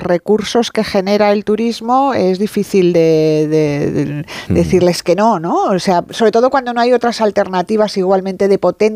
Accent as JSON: {"language": "Spanish", "town": "Madrid", "region": "Community of Madrid", "country": "Spain", "said": "Bueno, yo es que como soy de Madrid, yo Madrid lo tengo que celebrar todos los días."}